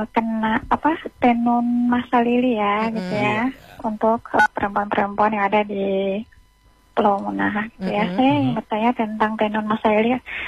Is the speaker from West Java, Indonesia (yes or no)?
no; Buton, Southeast Sulawesi, Indonesia; Ya, dari saya dari Buton Siompo, Buton Bimina Pada.